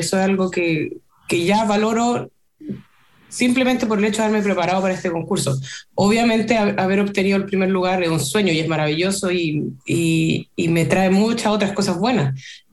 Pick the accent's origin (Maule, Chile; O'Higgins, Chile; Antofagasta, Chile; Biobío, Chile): Maule, Chile; Talca; moved away as an adult; now in Germany; yo soy de Talca, ahora estoy en Talca